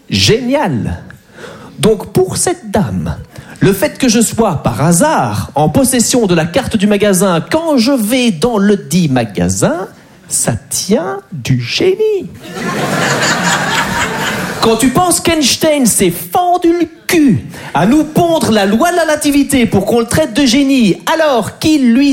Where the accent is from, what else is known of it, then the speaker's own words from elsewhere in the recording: Belgium; Moi j'adore les Français, même si je suis belge